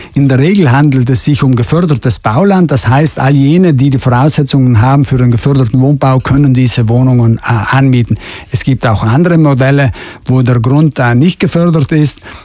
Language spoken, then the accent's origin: German; Trentino-Alto Adige, Italy; Und zum anderen sind wir Südtiroler sehr verwöhnt, was die Ausstattungsqualität anbelangt.